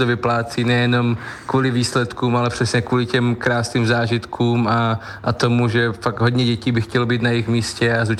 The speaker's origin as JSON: {"language": "Czech", "region": "Zlín Region", "country": "Czechia", "said": "že jsem mohl nést vlajku ještě za Zlínský kraj, jsem hrdý na to, odkud pocházím"}